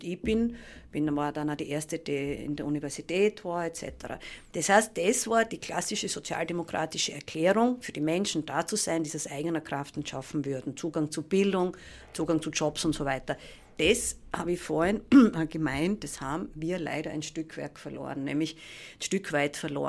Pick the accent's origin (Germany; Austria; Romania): Austria; Styria; ich komme aus der Weststeiermark